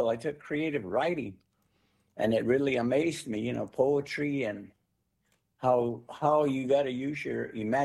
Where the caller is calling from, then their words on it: Arizona, United States; I am calling from Arizona, from the Hilo River Indian Community.